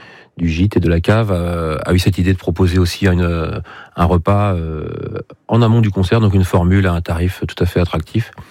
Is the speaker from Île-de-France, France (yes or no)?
no; Château-Gontier, Pays de la Loire, France; je suis originaire de Château-Gontier